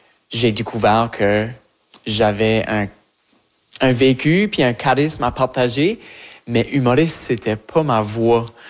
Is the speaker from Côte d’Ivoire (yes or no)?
no; Acadia, Canada; now in Montreal, Canada; que ma voix se manifeste à travers, que mon acadienté se manifeste à travers cette voix-là. Même si mon accent change, puis mon vocabulaire évolue, puis mes expériences québécoises, montréalaises ajoutent à cette sauce-là